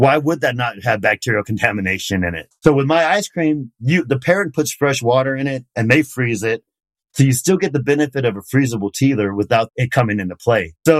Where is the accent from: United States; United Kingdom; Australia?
United States; the South; accent: Southern; when I go down and visit my friends down south, my Southern accent comes back really quick.